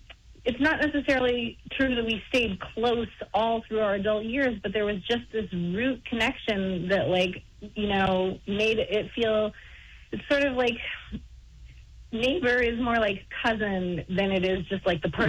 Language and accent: English; West Glover, Vermont, United States; I grew up in West Glover, Vermont, and near the end of Lake Parker, and I grew up on a dirt road.